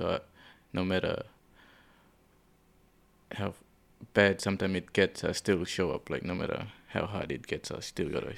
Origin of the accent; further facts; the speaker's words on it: Darwin, Northern Territory, Australia